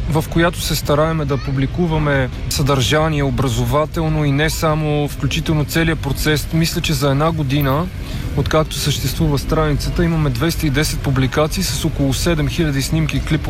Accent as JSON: {"language": "Bulgarian", "town": "Blagoevgrad", "region": "Blagoevgrad Province", "country": "Bulgaria", "tie": "born there", "said": "Реално съм роден в Благоевград."}